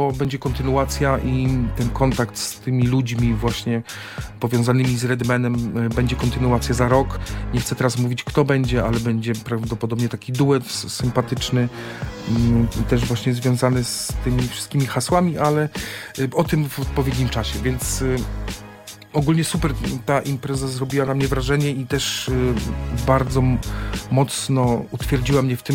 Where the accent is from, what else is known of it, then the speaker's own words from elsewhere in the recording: Pruchnik, Subcarpathian Voivodeship, Poland; No ja wychowywałem się w okolicach Pruchnika